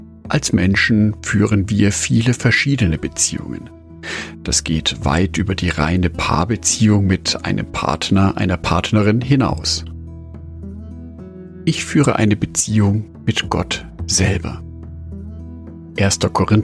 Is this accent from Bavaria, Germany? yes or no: yes; Nuremberg, Bavaria, Germany; und für mich als Nürnberger noch eine Einschränkung des Bewegungsradius auf 15 Kilometer